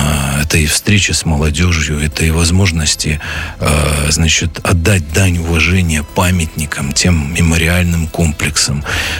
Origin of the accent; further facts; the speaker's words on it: Belarus; мы, белорусы, нация сплоченная, дружная и нация, которая не отвергает никакие периоды своей истории